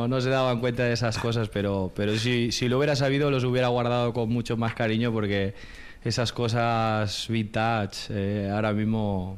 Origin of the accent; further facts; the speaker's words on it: Jávea, Valencian Community, Spain; moved away; en mi pueblo, en Javea